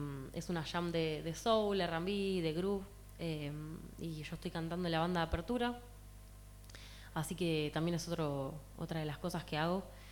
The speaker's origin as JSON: {"language": "Spanish", "region": "Buenos Aires", "country": "Argentina", "moved": "as an adult", "lives_now": "Buenos Aires western suburbs, Argentina", "said": "yo soy de Capital Federal, pero ahora estoy viviendo en zona oeste. Me escapé un poco del ruido de la ciudad."}